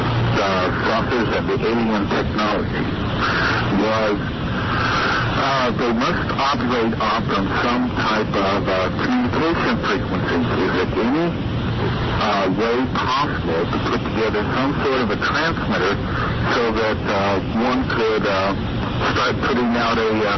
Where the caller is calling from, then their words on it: Las Vegas, Nevada, United States; Las Vegas.